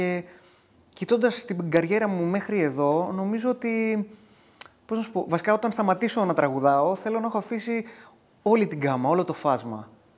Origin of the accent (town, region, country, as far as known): Greece